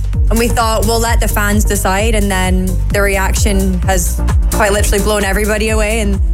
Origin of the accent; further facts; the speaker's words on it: London, United Kingdom; Yeah, we did a show in London, my hometown.